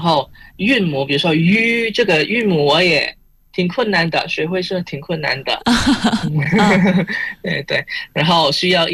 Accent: Pontianak, West Kalimantan, Indonesia; Chinese is a second language; moved away as an adult; now in Beijing, China; 中文在我的家乡，在坤甸变得很流行

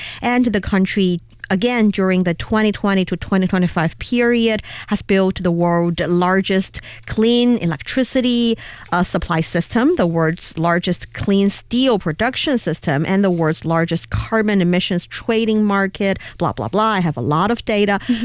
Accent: Shanxi, China; born or raised there

